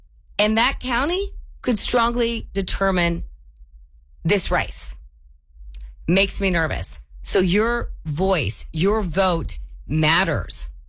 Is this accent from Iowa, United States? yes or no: no; Kansas, United States; I grew up here in Kansas, always been a red state.